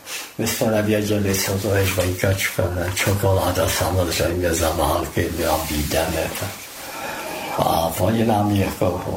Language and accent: Czech; South Bohemian Region, Czechia; born there; first language German; Czech is a second language